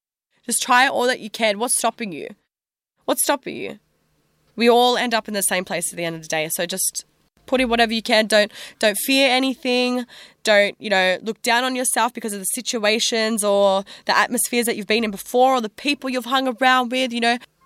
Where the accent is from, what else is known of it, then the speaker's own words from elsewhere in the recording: Australia; I'm an Australian poet rapper bringing you music and stories this week on Jailbreak Radio.